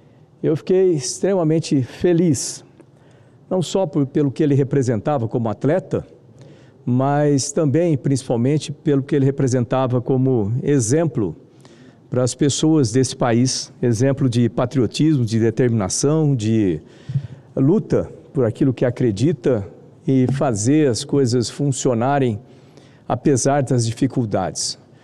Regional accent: Bauru, São Paulo, Brazil; Eu tive como um ídolo, lá da minha cidade de Bauru, Osiris Silva

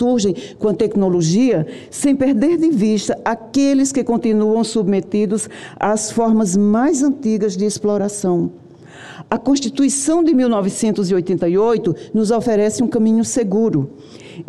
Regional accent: Paraíba, Brazil; aí eu vou homenagear a minha terra, Paraíba, um paraibano

